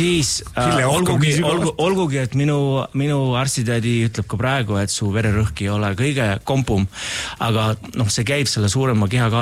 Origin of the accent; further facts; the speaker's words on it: Kilingi-Nõmme, Pärnu County, Estonia; moved away; also born or lived in London; mina sündisin Kiling Nõmmes. Tihemetsa meil hästi lähedal